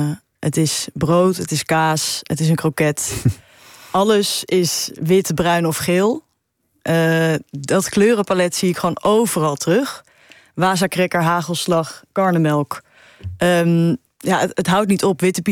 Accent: Netherlands

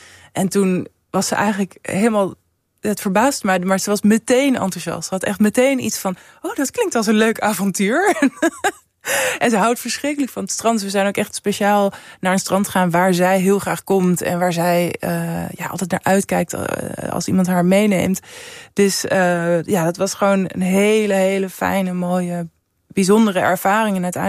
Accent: Amsterdam, North Holland, Netherlands; ja, ik ben geboren in Amsterdam, maar echt naast, om de hoek van Artis, van de dierentuin.

